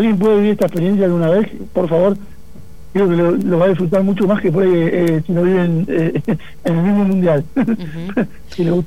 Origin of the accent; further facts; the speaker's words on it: Buenos Aires, Argentina; moved away as an adult; Yo soy de Buenos Aires, de Palermo. Ajá. Uh-huh. Pero bueno, ya hace 16 años que salí a viajar. Ajá. Uh-huh. Fui algunas veces a visitar, sí, pero generalmente paso viajando por todo el mundo.